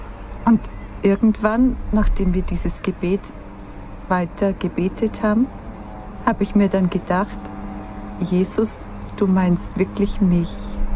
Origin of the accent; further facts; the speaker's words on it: Pottenstein, Bavaria, Germany; bei uns in der Heimatpfarrei, ich komme aus Pottenstein, das ist nur Viertelstunde entfernt von Auerbach